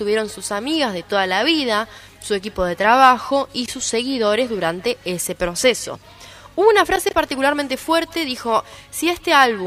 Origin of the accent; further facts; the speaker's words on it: Argentina; porque somos argentinos y porque lo amamos mucho.